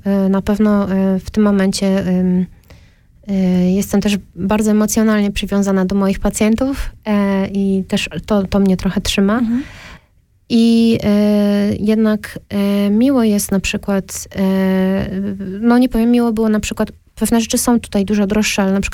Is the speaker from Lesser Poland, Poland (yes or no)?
no; Częstochowa, Silesian Voivodeship, Poland; now in Switzerland; też jest zespołem z mojego rodzinnego miasta, z Częstochowy.